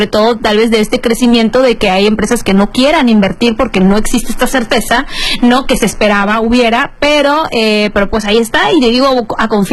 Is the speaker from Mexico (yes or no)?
yes; Mexico; esta solidaridad que tenemos como mexicanos.